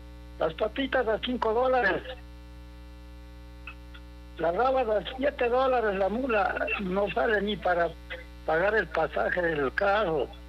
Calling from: Cusubamba, Cotopaxi, Ecuador; Estoy llamando de Cusubamba

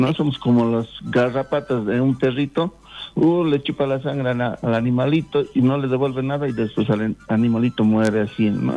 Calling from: Oruro, Bolivia; tantos grupos orureños, buenos grupos tenemos acá

